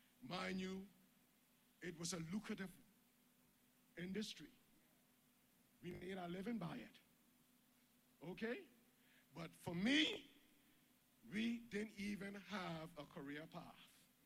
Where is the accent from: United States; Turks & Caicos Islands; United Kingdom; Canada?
Turks & Caicos Islands; Cockburn Town, Grand Turk; I could remember growing up in Grand Turk with Miss Sophia.